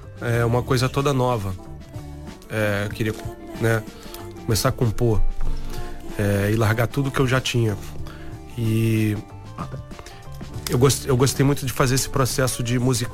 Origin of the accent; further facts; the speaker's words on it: Belo Horizonte, Minas Gerais, Brazil; now in Rio de Janeiro, Brazil; eu nasci no Rio de Janeiro e cresci em Belo Horizonte.